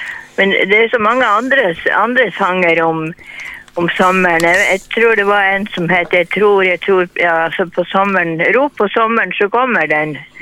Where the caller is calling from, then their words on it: Mo i Rana, Nordland, Norway; jeg kommer, ringer fra Mo.